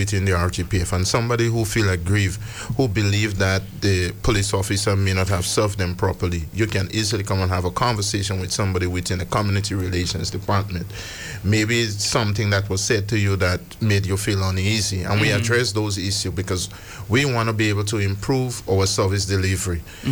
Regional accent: Trinidad & Tobago; born there; I'm Trinidadian by birth, so I'm celebrating it all around.

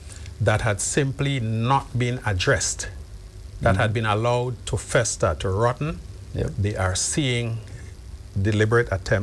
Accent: Chantimelle, Saint Patrick, Grenada; I'm from Chantemelle, the land of the short knee.

